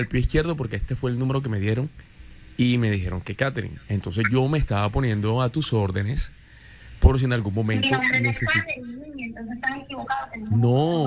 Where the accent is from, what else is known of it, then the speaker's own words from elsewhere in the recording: Barranquilla, Atlántico, Colombia; Yo soy de aquí, de Barranquilla.